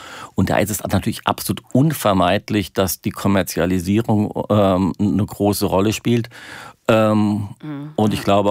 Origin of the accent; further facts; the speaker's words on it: Germany; die Überidentifikation, die wir als Deutsche auch mit dem Fußball haben